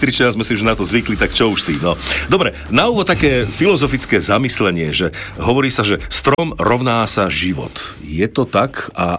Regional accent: central Slovakia, Slovakia; keďže sme zo stredného Slovenska, tak môžeme spomenúť Osrblie

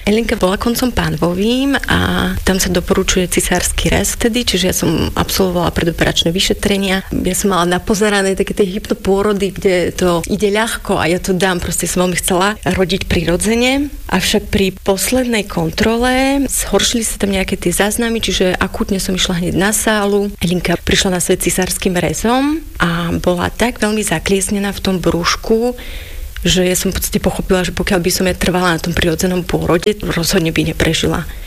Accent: Hontianske Nemce, Banská Bystrica Region, Slovakia; also born or lived in Bratislava; Hontianske Nemce, to je taká menšia dedinka, nejakých 25-26 kilometrov od Banskej Štiavnice.

